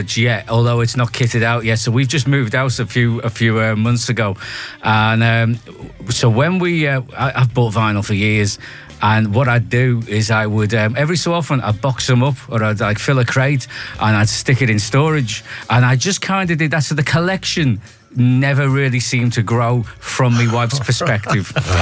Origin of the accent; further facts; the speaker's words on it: Liverpool, North West England, United Kingdom; I'm a northern bloke. I grew up in Liverpool in the 80s.